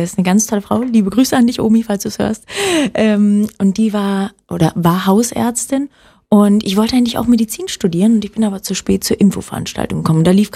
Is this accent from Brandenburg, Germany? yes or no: yes; Oranienburg, Brandenburg, Germany; born there; Also ich bin in Oranienburg geboren und bin dann mit 10 auf ein Sportinternat gegangen.